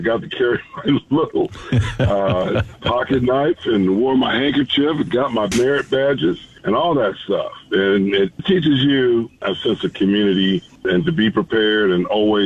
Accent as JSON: {"language": "English", "country": "United States", "said": "as a Boy Scout and as an American"}